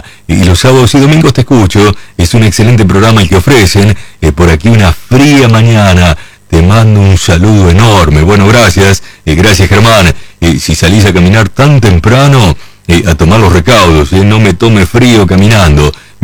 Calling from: Toronto, Ontario, Canada; de Bayanda en Parkdale, Toronto, Canadá.

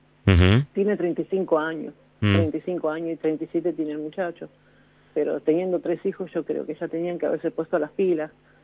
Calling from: Garín, Buenos Aires Province, Argentina; Sí, de acá de Garín.

